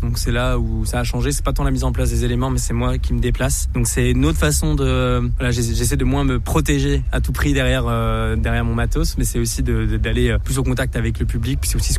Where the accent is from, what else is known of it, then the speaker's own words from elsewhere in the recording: France; Français, bon, je suis français.